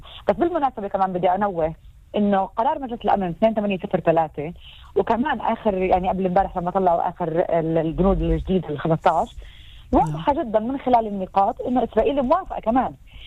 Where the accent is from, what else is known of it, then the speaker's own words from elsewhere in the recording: Palestine; إحنا يعني كفلسطينيين